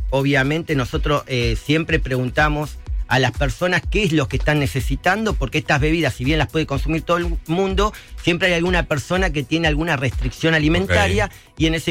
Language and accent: Spanish; La Plata, Buenos Aires Province, Argentina; Soy de La Plata y se envían a todo el país